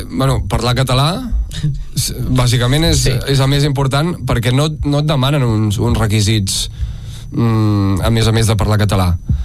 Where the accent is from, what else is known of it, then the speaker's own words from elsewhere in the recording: Catalonia, Spain; jo m'estimo molt el català, sóc català